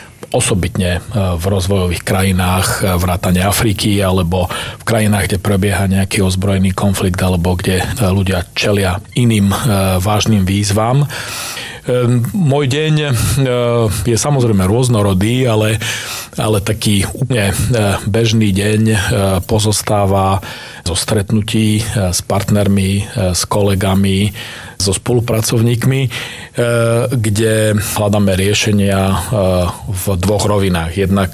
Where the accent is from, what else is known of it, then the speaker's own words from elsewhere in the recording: Tatranská Lomnica, Prešov Region, Slovakia; also born or lived in Poprad / Bratislava; som naozaj pekné detstvo prežil vo Vysokých Tatrách, Tatranskej Lomnici. Narodil som sa síce v Poprade, Spišskej Sobote, ale detstvo som naozaj prežil v našich krásnych Tatrách